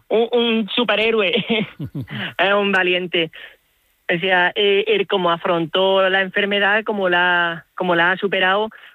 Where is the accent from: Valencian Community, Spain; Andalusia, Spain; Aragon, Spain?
Andalusia, Spain; Montefrío; luego ya pues de Córdoba a Montefrío, que Montefrío es mi pueblo de toda la vida. Allí tengo esperando a la familia, amigos y demás